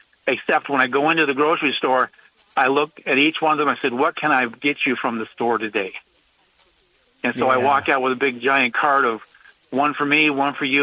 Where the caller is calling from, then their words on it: Florence, South Carolina, United States; I'm calling from Florence, South Carolina